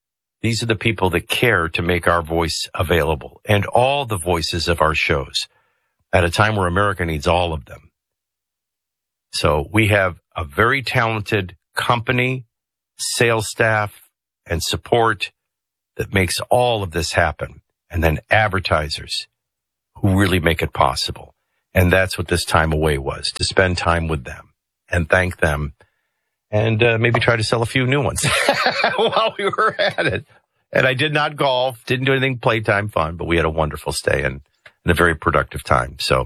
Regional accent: New Orleans, Louisiana, United States; This seafood bar at the Breakers was unbelievable, and I'm from New Orleans.

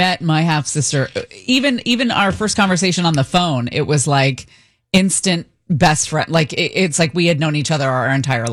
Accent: San Francisco, California, United States; born there; In fact, it was weird because I knew I was born in San Francisco.

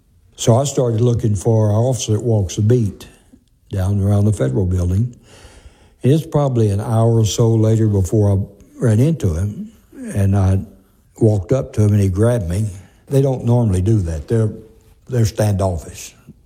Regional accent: Arkansas, United States; moved away; I'm from Arkansas.

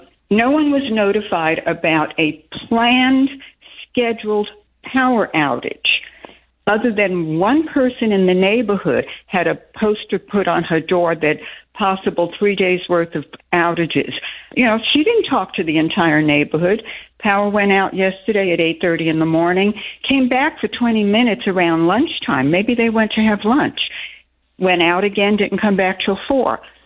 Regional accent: Brooklyn, New York, United States; now in Texas, United States; I'm originally from Brooklyn, but I'm almost a Texan. I've been here 45 years.

